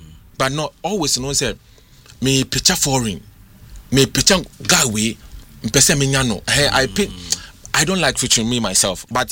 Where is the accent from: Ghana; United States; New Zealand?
Ghana; Me say yes, I'm a Ghanaian, proudly one.